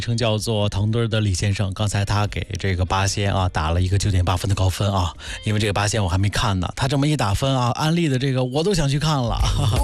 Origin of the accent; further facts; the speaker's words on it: Wu'an, Hebei, China; moved away; 我老家是邯郸武安的